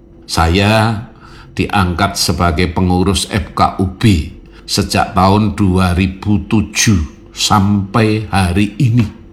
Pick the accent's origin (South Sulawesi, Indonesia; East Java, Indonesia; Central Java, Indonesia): Central Java, Indonesia; Surakarta; karena saya orang Solo